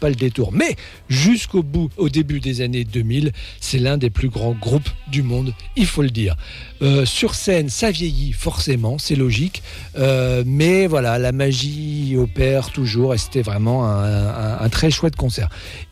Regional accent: Belgium; un petit peu plus près de chez nous en Belgique, à Saint-Nicolas

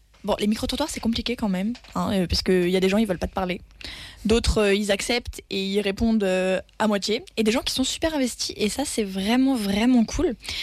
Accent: Bordeaux, Nouvelle-Aquitaine, France; À la base, moi, je viens de Bordeaux

